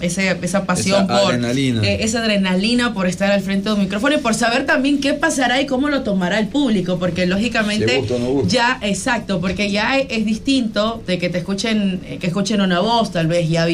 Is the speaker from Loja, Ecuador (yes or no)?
no; Junín, Manabí, Ecuador; born there; moved away as an adult; also born or lived in Cuenca; now in Manabí, Ecuador; De Junín. Soy nacida en Junín